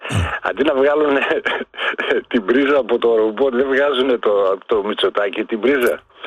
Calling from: Germany; από Γερμανία.

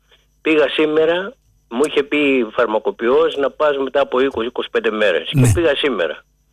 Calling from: Pikermi, Attica, Greece; είμαι από το Πικέρμι.

